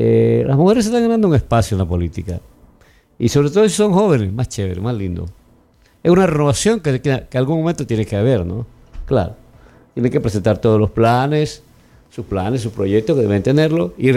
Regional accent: Portoviejo, Manabí, Ecuador; Mi padre, por si acaso, era de Colón. Yo soy de Puerto Viejo. Mi vieja, mi querida vieja, mi Teresita del alma, ella es de Santana

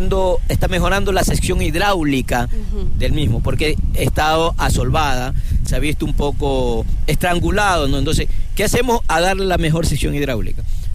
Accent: Ecuador; Sí, mi corazón siempre va a ser que nosotros como ecuatorianos vamos a clasificar, vamos a pasar la fase

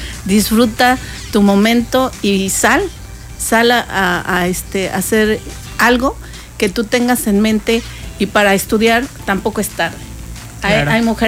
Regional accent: Mexico; Nosotros como mexicanas y mexicanos

